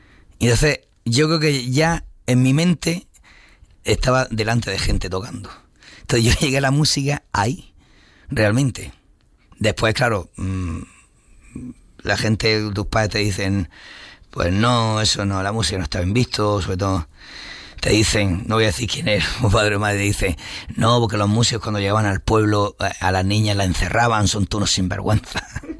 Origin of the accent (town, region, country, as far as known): Níjar, Andalusia, Spain